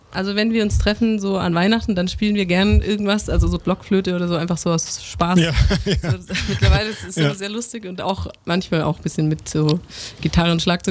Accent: Markdorf, Baden-Württemberg, Germany; accent: Alemannic; now in Leipzig, Germany; in Leipzig sage ich immer, ich spreche Schwäbisch, aber es ist nicht so wirklich Schwäbisch, ist, weil Markdorf, wo ich herkomme, ist schon in Baden offiziell, aber ich rede auch nicht Badisch, also ja, es ist so eine Mischung, weil die Schweiz ist auch gegenüber direkt.

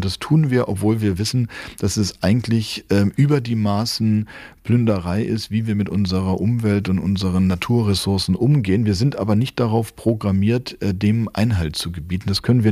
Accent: Hamburg, Germany; Ich komme aus Hamburg. Ich darf das vielleicht als Hamburger sagen.

